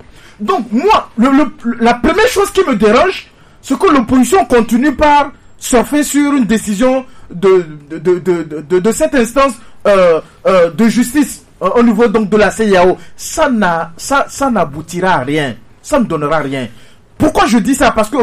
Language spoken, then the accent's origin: French; Togo; je suis Togolais, je vis au Togo.